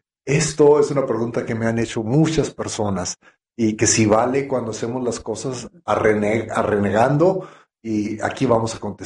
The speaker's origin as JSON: {"language": "Spanish", "country": "Mexico", "moved": "yes", "said": "nosotros que venimos de México"}